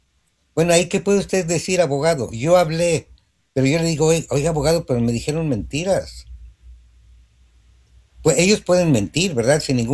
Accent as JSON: {"language": "Spanish", "region": "Mexico City", "country": "Mexico", "tie": "born there", "moved": "yes", "said": "Pues yo nací en el DF, hijo."}